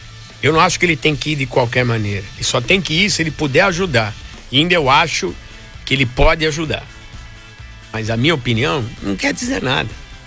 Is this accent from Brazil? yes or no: yes; São Paulo, Brazil; Meu time, meu bairro. Cresci na Moca. Sou da Moca, não moro hoje mais no bairro.